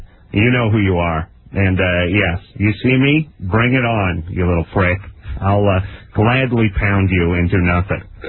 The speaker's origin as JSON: {"language": "English", "town": "Los Angeles", "region": "California", "country": "United States", "tie": "born or raised there", "said": "I grew up in North Hollywood and I always followed the Dodgers."}